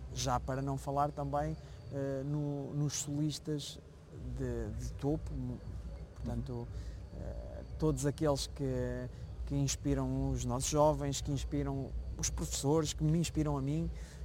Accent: Portugal; moved away; enquanto português

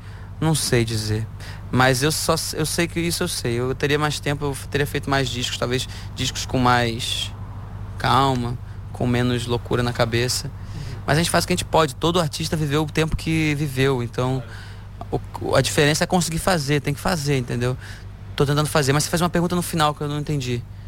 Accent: Rio de Janeiro, Brazil; now in Portugal; Até eu que sou carioca estou sofrendo aqui, gente, que é isso? Até trouxe minha namorada para ter uma experiência de Portugal

